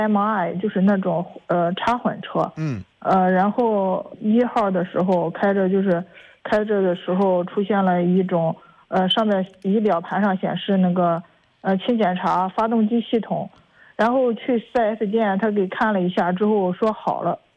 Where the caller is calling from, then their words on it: Qingdao, Shandong, China; 我是青岛的。